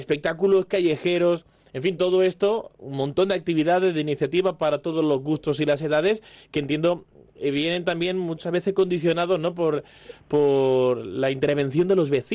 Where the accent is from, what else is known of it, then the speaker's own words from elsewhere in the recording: Dúrcal, Andalusia, Spain; mi pueblo, de Dúcal en Granada